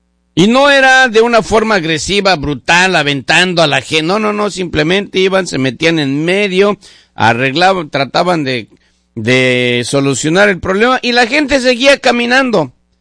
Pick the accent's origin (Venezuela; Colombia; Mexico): Mexico; now in Seattle, United States; Yo soy mexicano y me siento muy orgulloso de serlo. Estoy muy agradecido con este país y con esta ciudad que me abrió las puertas y me ha dado muchas oportunidades.